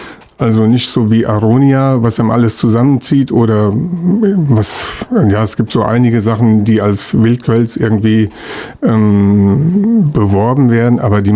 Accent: Oberdünsebach, Hesse, Germany; Und so war das auch hier bei uns hier im Werra-Meißner-Kreis und auch bei mir in Oberdünsebach, wo ich herkomme.

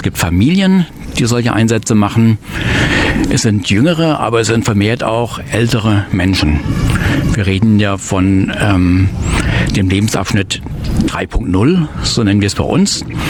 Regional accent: Germany; also born or lived in Cambodia; wir als Deutsche

